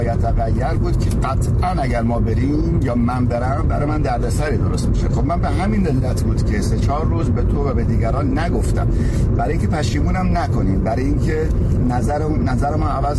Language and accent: Persian; Iran; moved away; من اومدم وطنم رو ببینم